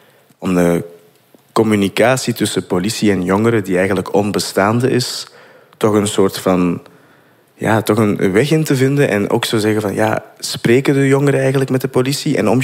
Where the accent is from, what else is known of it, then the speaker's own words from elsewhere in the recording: Turnhout, Flanders, Belgium; Ja, ik ben van Turnhout.